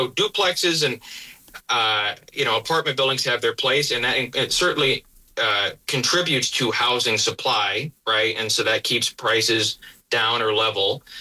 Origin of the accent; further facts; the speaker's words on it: Lyons, United States; I mean, where I grew up in Lyons, you didn't see a house above $100,000 15 years ago.